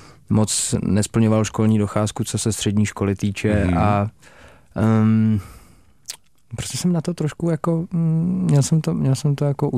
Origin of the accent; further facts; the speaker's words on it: Čelákovice, Central Bohemian Region, Czechia; Hele, já jsem původem z Čelákovic, takže...